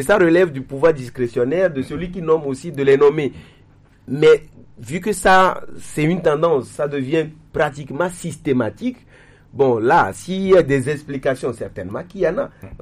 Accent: Togo; en tant que Togolais

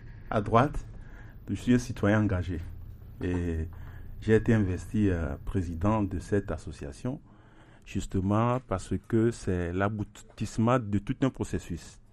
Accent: Togo; born there; moved away as an adult; also born or lived in Germany / France; now in Lomé, Togo; Je suis né au Togo. J'ai quitté le Togo quand j'avais 23 ans.

